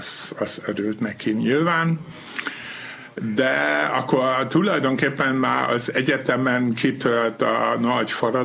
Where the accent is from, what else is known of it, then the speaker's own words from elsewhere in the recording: Allendorf, Germany; Paraszt udvaran nőttem fel, az volt a mamámé, a papám viszont egy ilyen diplomás feldmérnök, és fontos ember volt a faluban, polgármester. Van egy 1500 lelkű falu, ott születem, Allendorf.